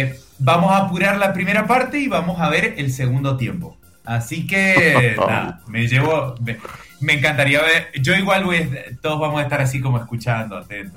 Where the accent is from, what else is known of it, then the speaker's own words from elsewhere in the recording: Argentina; en Argentina somos mucho de las cábalas cuando miras fútbol.